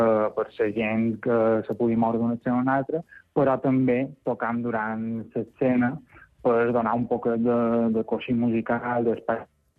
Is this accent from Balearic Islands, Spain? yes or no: yes; Alcúdia, Balearic Islands, Spain; Sí, jo som d'Alcúdi, sí